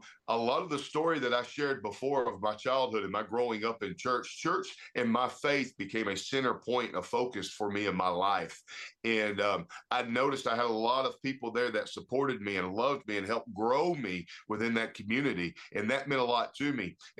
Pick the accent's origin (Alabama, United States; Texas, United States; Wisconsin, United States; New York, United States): Alabama, United States; Anniston; here in my hometown